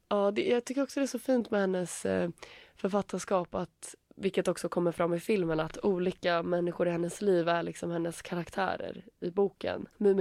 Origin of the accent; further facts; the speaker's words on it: Finland; accent: Finland Swedish; Ursäkta min finlandssvenska.